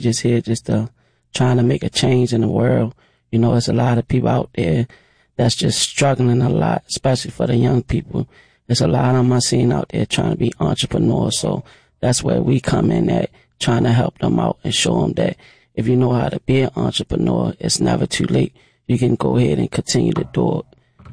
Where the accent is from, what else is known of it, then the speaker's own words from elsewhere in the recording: Baltimore, Maryland, United States; the CEO, co-founder of Men of Angels. I was brought up in Baltimore City.